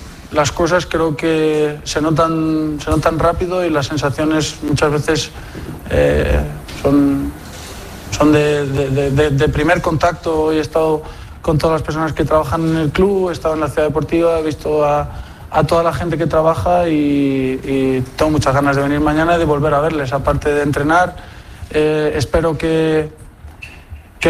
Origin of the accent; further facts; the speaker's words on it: Madrid, Community of Madrid, Spain; El hecho de que soy de Madrid, de estar en casa, te aseguro que para mí era la situación más complicada.